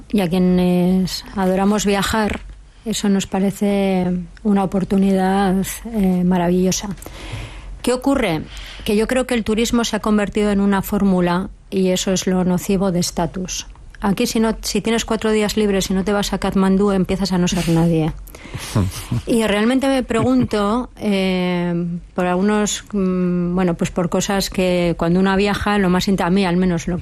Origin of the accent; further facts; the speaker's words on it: Basque Country, Spain; also born or lived in San Sebastián; lo digo porque yo soy vasca